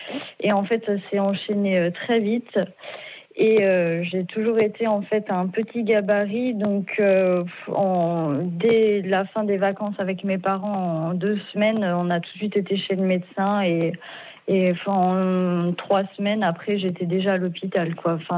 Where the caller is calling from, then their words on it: Bourgogne-Franche-Comté, France; Je vous appelle d'un petit village à côté de Dijon.